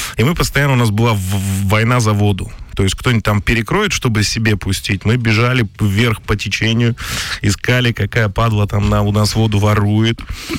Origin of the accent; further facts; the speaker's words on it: Bishkek, Kyrgyzstan; moved away; я родом из Бишкека.